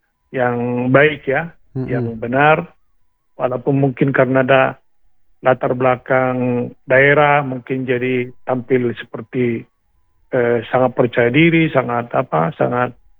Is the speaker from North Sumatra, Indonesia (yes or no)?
yes; North Sumatra, Indonesia; Tapi kita itu sebenarnya orang Batak itu, semua orang anak raja.